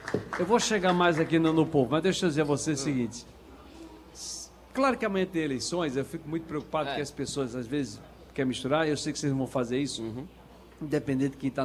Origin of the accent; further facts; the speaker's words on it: São Lourenço da Mata, Pernambuco, Brazil; now in Recife, Brazil; eu também sou da metropolitana, muito embora more aqui há muitos anos, mas eu sou de São Lourenço da Mata.